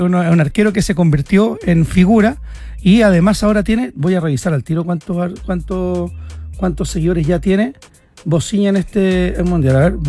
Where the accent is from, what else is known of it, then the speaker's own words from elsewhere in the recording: Valdivia, Los Ríos, Chile; moved away; allá en mi ciudad de Valdivia, como somos remeros por naturaleza.